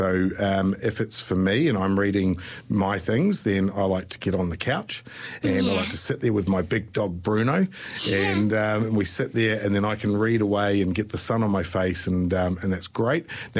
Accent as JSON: {"language": "English", "town": "Christchurch", "region": "Canterbury", "country": "New Zealand", "tie": "born or raised there", "also_born_or_lived": "England", "moved": "as an adult", "lives_now": "Dunedin, New Zealand", "said": "So so I grew up in Christchurch many years ago, but I moved to Dunedin about 20 years ago. And but I've lived in England and all around the place."}